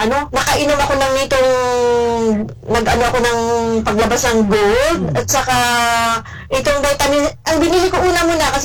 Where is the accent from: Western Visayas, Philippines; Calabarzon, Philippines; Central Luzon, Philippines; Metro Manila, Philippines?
Calabarzon, Philippines; Bacoor; now in Hong Kong; taga Molino Bacoa ako. Tapos, nandito ko ngayon sa Hong Kong.